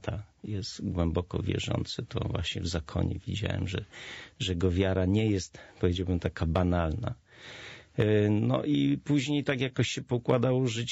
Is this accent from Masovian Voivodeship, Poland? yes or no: no; Nowy Sącz, Lesser Poland, Poland; Ja jestem, pochodzę z Nowego Sącza, z miasta.